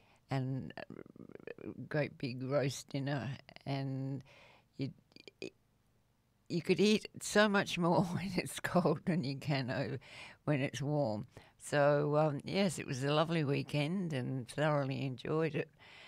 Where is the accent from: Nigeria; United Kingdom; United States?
United Kingdom; England; now in Australia; I was brought up in England.